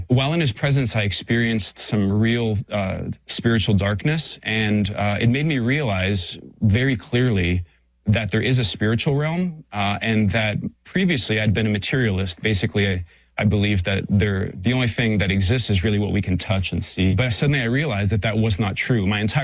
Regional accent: Pittsburgh, Pennsylvania, United States; also born or lived in Saudi Arabia; And then when I was eight, we moved to Pittsburgh, Pennsylvania. And so I grew up in Pittsburgh, had a really good childhood and a loving family.

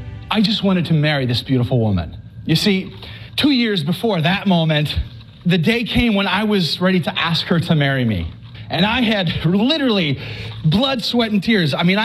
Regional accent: Scotland, United Kingdom; You see, I'm from Scotland. I have Scottish background. So we call it a kilt.

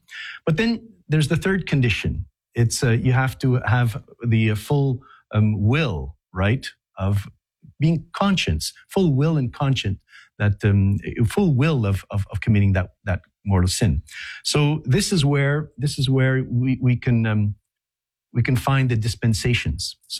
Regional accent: Canada; I think of Canada, for example. I'm French Canadian

